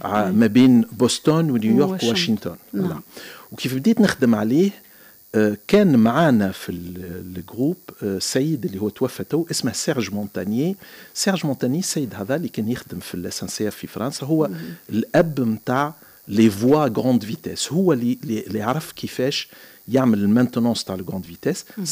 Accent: Gafsa, Gafsa Governorate, Tunisia; moved away as an adult; احنا خارجين من قفصة عندنا معناتها فرق كبير بكل صراحة في العادات، حتى في طريقة الكلام.

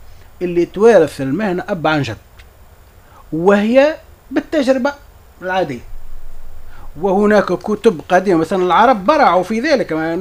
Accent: Tunisia; العلاج بسم النحل تو موجود عندنا في تونس راه.

